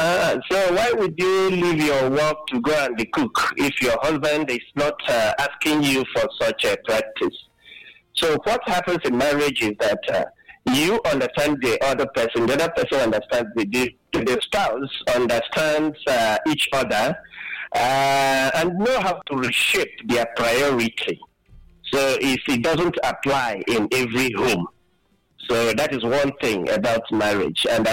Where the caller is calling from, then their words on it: Akeze, Ebonyi, Nigeria; I'm calling you from Akeze, Ebonyi State.